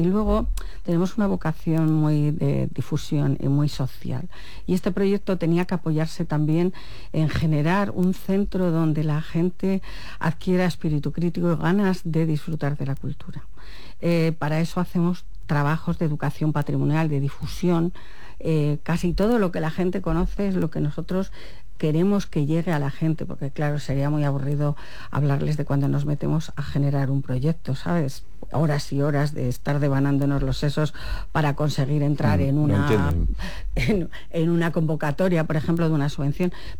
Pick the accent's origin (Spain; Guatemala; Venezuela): Spain; Cojeces del Monte, Castile and León; nosotros, los habitantes de Cojeces y gente de la comarca